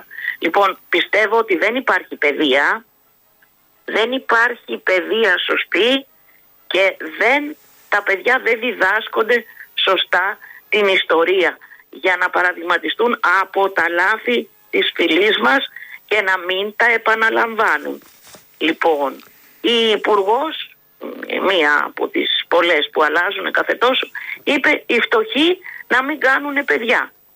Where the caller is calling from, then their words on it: Greece; Και καλά, είμαστε δίπλα από την Τουρκία.